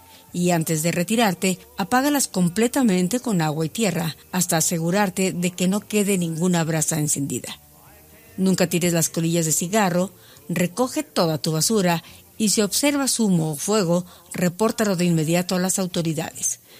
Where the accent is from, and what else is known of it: Durango, Mexico